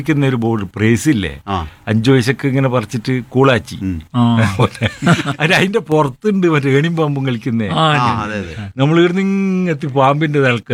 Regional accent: Kerala, India

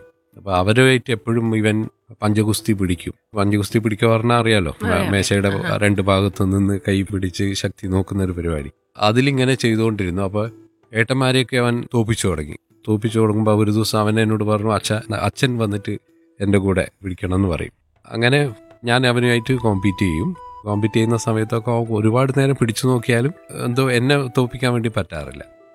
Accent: Taliparamba, Kerala, India; തളിപ്പറമ്പ് രാജരാജേശ്വര അമ്പലത്തിൻ്റെ അടുത്താണ് ഞാൻ ജനിച്ചതും വളർന്നതുമൊക്കെ.

